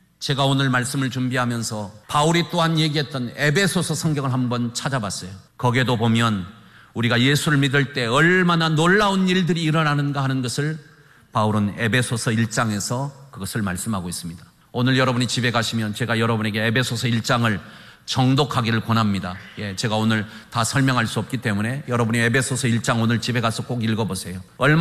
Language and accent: Korean; South Korea; 우리는 한국 사람입니다.